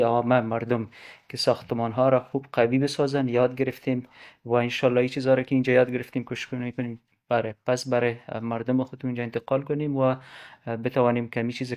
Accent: Afghanistan; و ما هم از افغانستان آمدیم

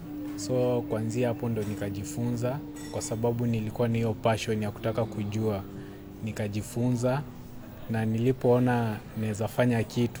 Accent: Nairobi, Kenya; Nimelelewa Kibra, Nairobi.

